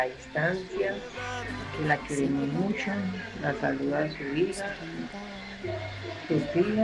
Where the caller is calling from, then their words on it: Villavicencio, Meta, Colombia; Hola, buenos días para todos en la emisora en sintonía del barrio Maracos.